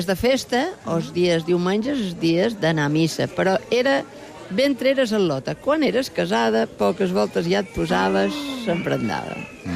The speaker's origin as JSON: {"language": "Catalan", "town": "Santa Gertrudis", "region": "Balearic Islands", "country": "Spain", "tie": "born or raised there", "said": "Sí, jo he nascut a Santa Gertrudis."}